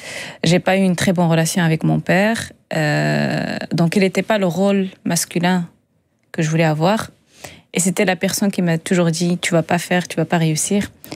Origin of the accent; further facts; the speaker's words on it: Agadir, Souss-Massa, Morocco; moved away; moi, j'ai grandi au Maroc. J'ai grandi dans le Sud.